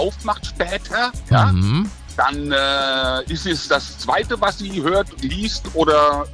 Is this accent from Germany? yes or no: yes; Rhineland-Palatinate, Germany; born there; ich bin gebürtig aus Reu-Hesse, daher kenne ich deinen Dialekt.